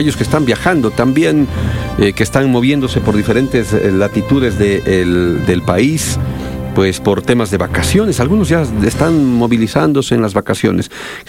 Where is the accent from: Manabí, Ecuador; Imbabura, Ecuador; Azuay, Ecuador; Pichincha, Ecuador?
Azuay, Ecuador; Cuenca